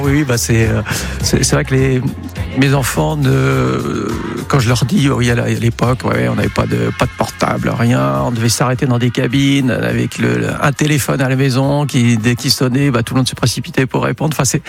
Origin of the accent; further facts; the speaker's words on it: Lille, Hauts-de-France, France; accent: ch'ti; je suis originaire de Lille, un ch'ti. Voilà, il est dans une famille, on habite à côté de Lille